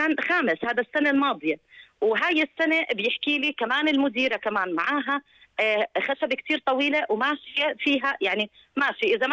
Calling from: Aqaba, Aqaba Governorate, Jordan; جدا سيء الوضع عندنا بالعقبة.

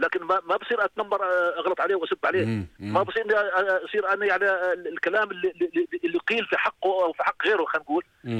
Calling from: Jordan; انا كمواطن او كاردني

